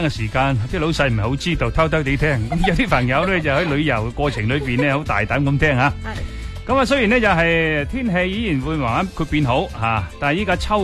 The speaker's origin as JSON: {"language": "Cantonese", "region": "Guangdong", "country": "China", "said": "我哋广东人"}